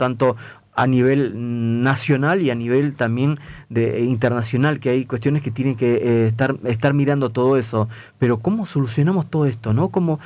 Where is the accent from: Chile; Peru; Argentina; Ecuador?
Peru; moved away; soy peruano